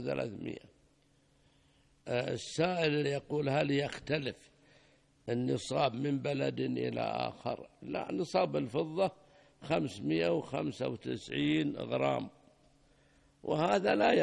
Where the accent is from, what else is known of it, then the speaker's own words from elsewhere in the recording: Saudi Arabia; الريال السعودي معتبر عندنا في المملكة العربية السعودية في الزكاة بالريال الفضي،